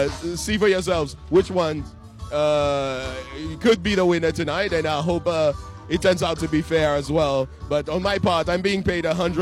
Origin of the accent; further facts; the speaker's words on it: United Kingdom; now in Switzerland; Well, I'm from different countries, but I must say I'm from Switzerland, but I'm originally from the UK.